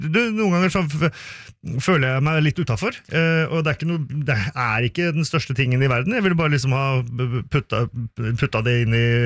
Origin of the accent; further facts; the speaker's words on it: Finland; Norwegian is a second language; Jeg er finsk, vet du.